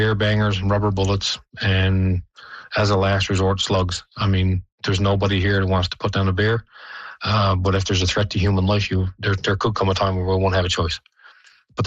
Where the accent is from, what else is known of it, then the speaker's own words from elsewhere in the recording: Black Tickle, Newfoundland and Labrador, Canada; I grew up in Blacktickle, so, I mean, I can remember once going into my uncle's house and just getting in through the door and the polar bear walked past the door.